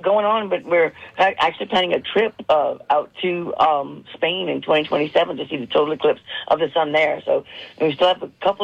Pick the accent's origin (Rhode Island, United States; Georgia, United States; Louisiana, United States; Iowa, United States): Louisiana, United States; now in New Mexico, United States; I'm from South Louisiana